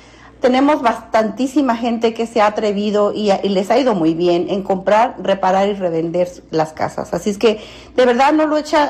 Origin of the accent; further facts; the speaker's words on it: Michoacán, Mexico; No, soy de Michoacán.